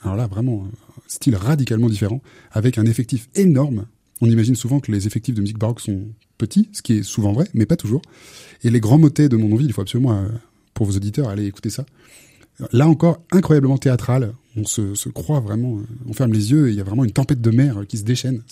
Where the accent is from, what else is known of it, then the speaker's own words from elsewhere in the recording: Tours, Centre-Val de Loire, France; Julie, tous les deux, on est de Tours.